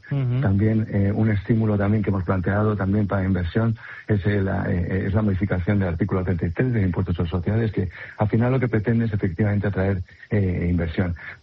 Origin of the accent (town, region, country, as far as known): Ceuta, Spain